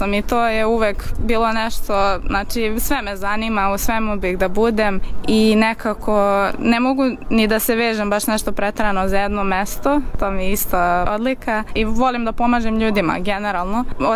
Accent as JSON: {"language": "Serbian", "region": "Belgrade", "country": "Serbia", "lives_now": "Budapest, Hungary", "said": "Iz Beograda."}